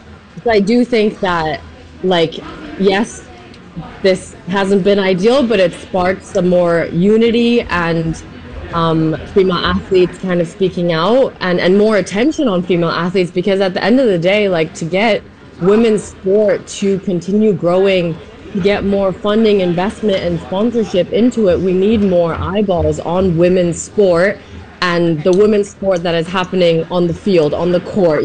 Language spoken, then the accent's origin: English; Shanghai, China; I grew up half Chinese in Shanghai. I compete for the German national team. I'm German Chinese.